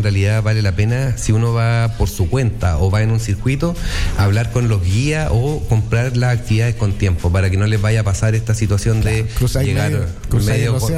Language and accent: Spanish; Chile; vengo de Chile